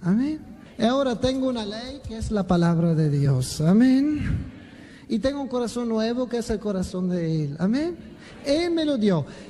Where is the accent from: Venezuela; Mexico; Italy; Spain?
Italy; moved away; Yo soy italiano, por eso hago así.